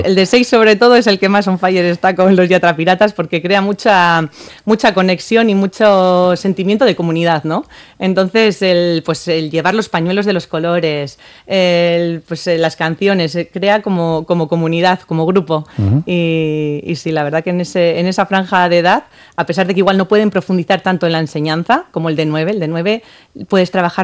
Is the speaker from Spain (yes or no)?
yes; Gatica, Basque Country, Spain; Yo soy de Gatica, exactamente.